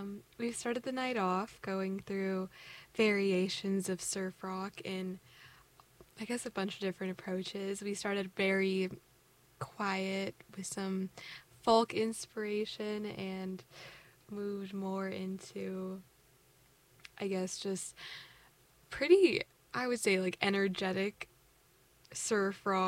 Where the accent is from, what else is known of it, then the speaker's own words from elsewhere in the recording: Santa Cruz, California, United States; Santa Cruz, California, which is my hometown